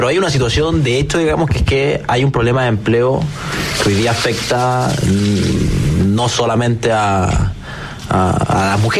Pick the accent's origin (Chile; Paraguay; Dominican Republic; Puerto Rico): Chile; Araucanía; Yo que soy de la Araucanía, ese es el impuesto más grande en la región de la Araucanía.